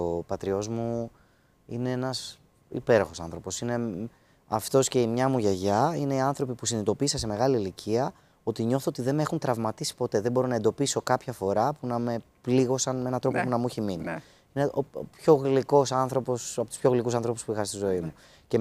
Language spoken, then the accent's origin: Greek; Dafni, Attica, Greece; also born or lived in Athens; Ναι, στην Αθήνα, αλλά ναι, μεγάλωσες στη Δάφνη.